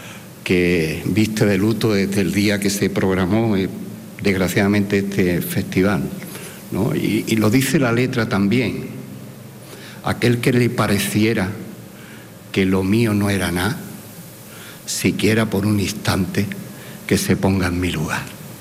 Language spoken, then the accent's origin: Spanish; Los Palacios y Villafranca, Andalusia, Spain; Yo soy de Los Palacios, un pueblo que para la familia Peña, para Lebrija, para ese entorno de Las Cabezas, la marisma, el río quizás no separe, pero no sea una frontera infranqueable para todos los pueblos ribereños.